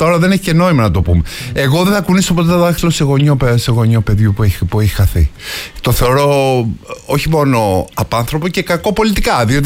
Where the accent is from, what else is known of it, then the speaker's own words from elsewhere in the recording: Greece; δεν πάβουμε να είμαστε Έλληνες άνθρωποι